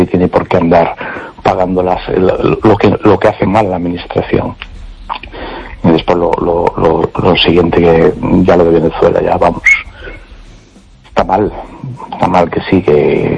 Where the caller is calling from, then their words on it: A Coruña, Galicia, Spain; Hola, buenas noches … de Coruña.